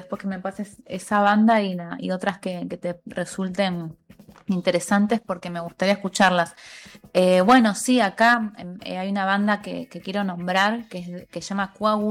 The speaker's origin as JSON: {"language": "Spanish", "region": "Buenos Aires", "country": "Argentina", "said": "soy porteña, soy de Buenos Aires, de la capital. Actualmente vivo en Boedo, que es lo más porteño que hay."}